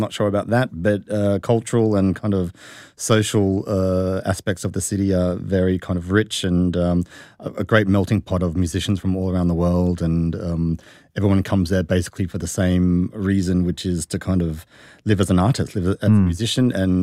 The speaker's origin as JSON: {"language": "English", "country": "Australia", "also_born_or_lived": "Germany", "accent": "Australian", "moved": "yes", "lives_now": "New Zealand", "said": "I still then kind of pick up my Australian accent again, which I try and hide, but I can't."}